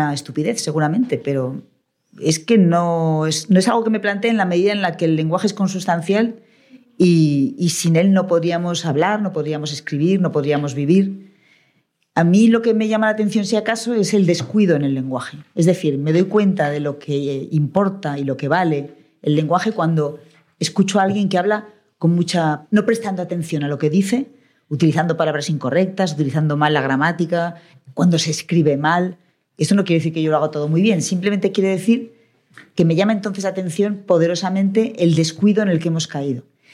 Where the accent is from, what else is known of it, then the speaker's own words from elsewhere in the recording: Zaragoza, Aragon, Spain; born there; now in Madrid, Spain; Trabajo en la Feria del Libro de Zaragoza, que es mi ciudad natal